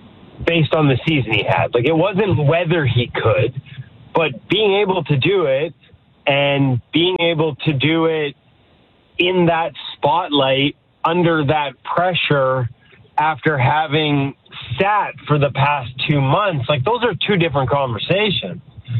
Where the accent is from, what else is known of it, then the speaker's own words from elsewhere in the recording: Vancouver, British Columbia, Canada; I'm not doing as good as Pat is right about now in my hometown of Vancouver.